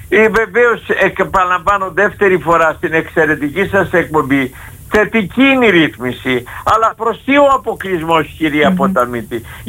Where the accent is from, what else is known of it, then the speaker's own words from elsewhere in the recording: Western Greece, Greece; Διότι και από τη Ζάκηθο με πήραν και από την πατρίδα μου την Ηλία με πήραν και από άλλες ώρες.